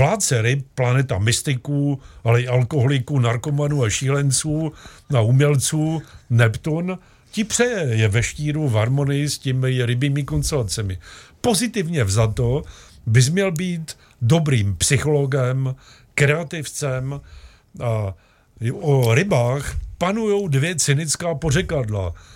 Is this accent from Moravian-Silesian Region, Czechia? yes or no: yes; Ostrava, Moravian-Silesian Region, Czechia; also born or lived in Opava; Narodil jsem se v Opavě, ale vyrůstal v Ostravě